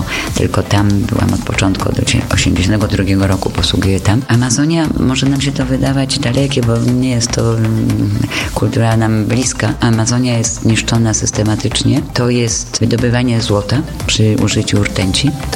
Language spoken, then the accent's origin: Polish; Kraków, Lesser Poland, Poland; moved away as an adult; now in Peru; jestem krakowianką, no i zakopałam się w dżungli amazońskiej w Peru, gdzie mieszkam i pracuję od 43 lat.